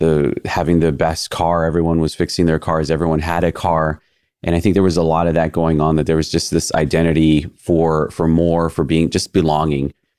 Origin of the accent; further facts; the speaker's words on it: Austin, Texas, United States; I'm from Austin, and here's my story.